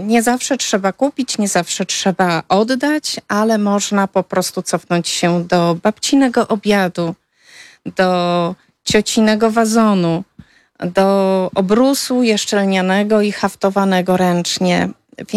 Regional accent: Warsaw, Masovian Voivodeship, Poland; pochodzę z Warszawy.

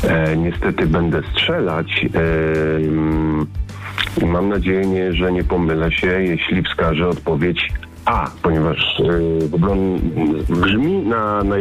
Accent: Gdańsk, Pomeranian Voivodeship, Poland; born or raised there

